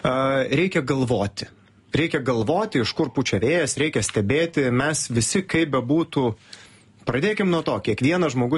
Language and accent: Lithuanian; Pivašiūnai, Alytus County, Lithuania; moved away as an adult; aš gimiau, užaugau Pivašiūnuose, 25 km nuo Alytaus